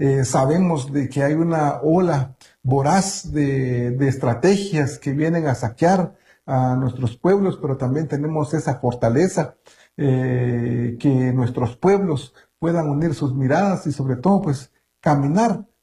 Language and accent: Spanish; Guatemala; first language Kaqchikel; Spanish is a second language; Me gustaría también mandarles un saludo en mi idioma materno, que es el cachiquel. Es uno de los 22 idiomas mayas que hablamos aquí en Guatemala.